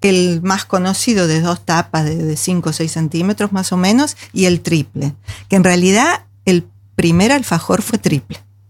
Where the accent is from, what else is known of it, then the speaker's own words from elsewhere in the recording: Buenos Aires Province, Argentina; now in Norway; vengo de la provincia de Buenos Aires, o sea que soy pampeana